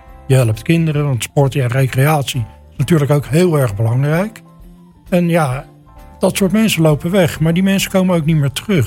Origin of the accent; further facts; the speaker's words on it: Leiden, South Holland, Netherlands; Ik ben zelf geboren in Leiden. Ik woon mijn hele leven ook al in Leiden. Ik woon nu gelukkig in een buitenwijk.